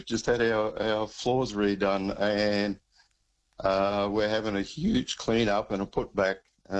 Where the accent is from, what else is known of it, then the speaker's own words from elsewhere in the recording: Mount Morgan, Queensland, Australia; I grew up in Mount Morgan